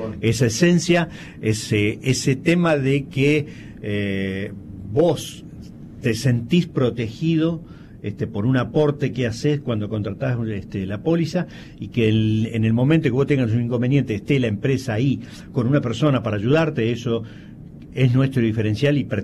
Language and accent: Spanish; Córdoba, Argentina; now in Sunchales, Argentina; por más que yo vengo de la provincia de Córdoba, ¿sí? Pero hace 42 años que estoy acá